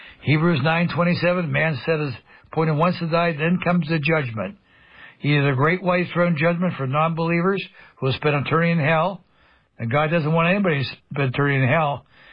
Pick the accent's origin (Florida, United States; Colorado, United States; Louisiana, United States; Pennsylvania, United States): Pennsylvania, United States; when I was growing up in Mercer County, we had a lot more than 180,000 people, 120,000, 130,000 people.